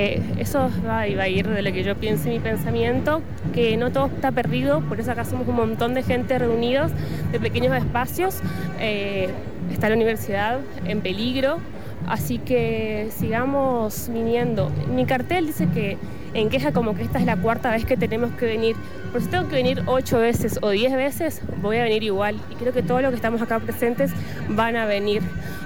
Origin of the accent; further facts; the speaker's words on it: Corrientes, Argentina; vengo de Corrientes, estoy marchando acá en Misiones, en Posadas Misiones precisamente.